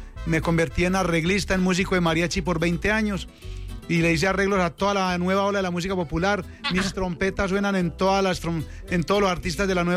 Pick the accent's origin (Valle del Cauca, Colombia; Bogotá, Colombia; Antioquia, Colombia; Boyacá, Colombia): Antioquia, Colombia; Cocorná; born there; Hermano, yo nací por allá donde se calienta el agua machetazos. Nací en Cocorná, Antioquia.